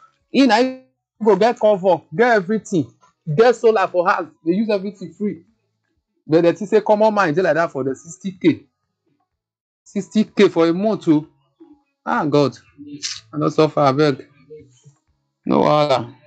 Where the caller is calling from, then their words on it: Alaba, Lagos, Nigeria; Fine, ma. I'm calling from Alaba.